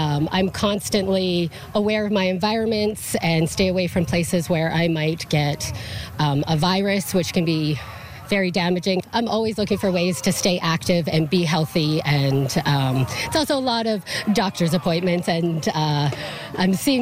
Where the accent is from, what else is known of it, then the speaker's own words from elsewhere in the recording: Calgary, Alberta, Canada; I'm from Calgary, Alberta, and I'm here because I've had a double lung transplant.